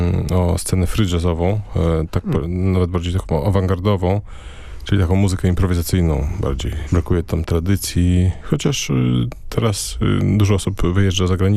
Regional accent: Nemenčinė, Vilnius County, Lithuania; first language Polish; moved away; pochodzę z polskiej rodziny, chodziłem do polskiej szkoły podstawowej w Niemenczynie.

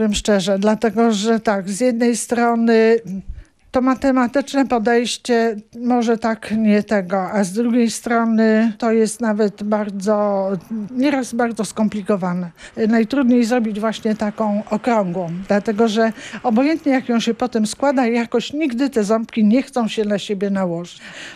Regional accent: Puck, Pomeranian Voivodeship, Poland; Mój dziadek urodził się w Pucku, mój ojciec urodził się w Pucku, ja się urodziłam w Pucku. My jesteśmy wszyscy od urodzenia razem z mężem Puczanami.

